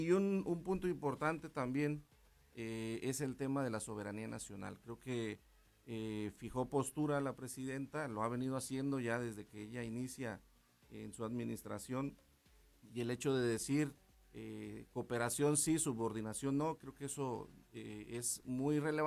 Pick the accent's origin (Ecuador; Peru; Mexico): Mexico; para nosotros como mexicanos